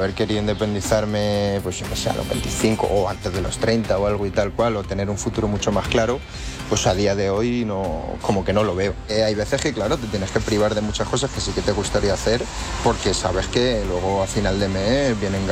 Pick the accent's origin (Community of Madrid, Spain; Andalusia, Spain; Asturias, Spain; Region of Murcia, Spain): Community of Madrid, Spain; Madrid; de Vicálvaro, tengo 28 años. Actualmente vivo con mis padres.